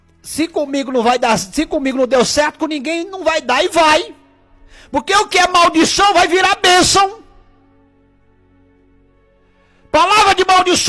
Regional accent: Tocantins, Brazil; eu sou do norte, lá do Tocantins, né?

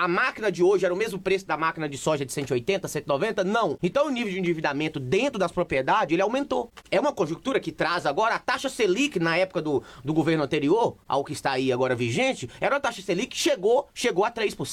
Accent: Goiás, Brazil; also born or lived in Sorriso, Mato Grosso; Ah, eu sou do Goiás, de casa, mas eu me formei em Sorriso, Mato Grosso. E já estou 6 anos no Goiás, morei 6 anos no Mato Grosso, mas sou uma mistura de paulista com baianos e mineiros.

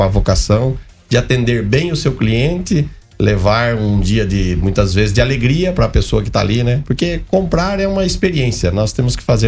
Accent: Paranapanema, São Paulo, Brazil; moved away as an adult; also born or lived in Itaí; now in Piraju, Brazil; É, nós temos a loja Itaí, Paranapanema, então a família é envolvida ali naqueles dois municípios. E hoje, em razão da profissão, né, como você mencionou, estou no consórcio, é de municípios, no Anvapa, então vim morar em Piraju, já estou há um ano aqui

